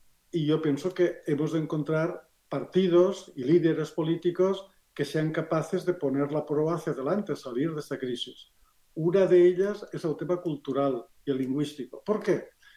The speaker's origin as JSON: {"language": "Spanish", "region": "Catalonia", "country": "Spain", "said": "tú eres vasco y yo soy catalán, y sin embargo, ambos somos españoles."}